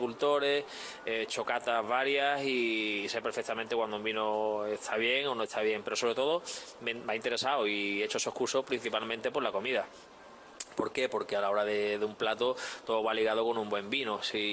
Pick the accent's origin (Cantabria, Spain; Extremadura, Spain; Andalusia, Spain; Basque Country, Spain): Andalusia, Spain; Málaga; en Málaga, yo soy malagueño, pues allí en calle Bailén tenía a mi abuela a la casa